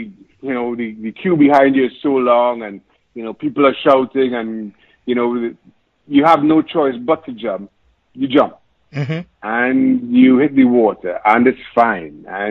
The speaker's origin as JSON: {"language": "English", "region": "Diego Martin", "country": "Trinidad & Tobago", "tie": "born or raised there", "moved": "yes", "said": "Growing up in Trinidad, I grew up in Northwest. Town called Diego Martin"}